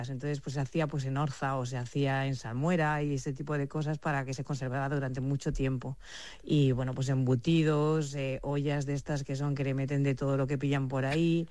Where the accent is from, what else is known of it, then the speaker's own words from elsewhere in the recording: Chera, Valencian Community, Spain; now in Valencia, Spain; Yo siempre digo que soy de Chera porque me siento de allí